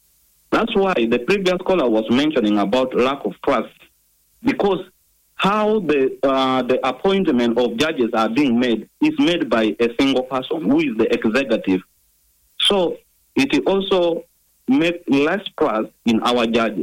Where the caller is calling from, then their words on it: Matuga, Central Region, Uganda; from Matuga.